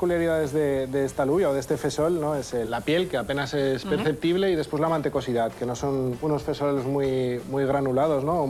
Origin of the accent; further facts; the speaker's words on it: Aragon, Spain; accent: chapurreado; Sí, bueno, el chapurreado, ¿no?, es un poco nuestro dialecto, nuestro idioma. Es una mezcla un poco entre el castellano y el catalán. Aquí en esta zona pues se habla mucho.